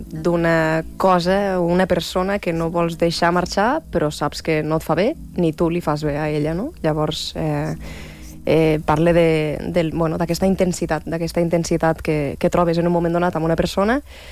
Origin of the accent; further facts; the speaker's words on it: Lleida, Catalonia, Spain; moved away; on he crescut, a Lleida.